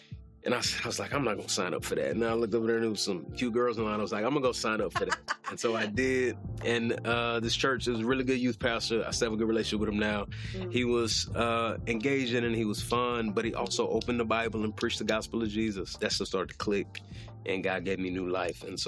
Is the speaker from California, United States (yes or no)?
no; Dallas, Texas, United States; Yeah, I grew up in Dallas in a loving family.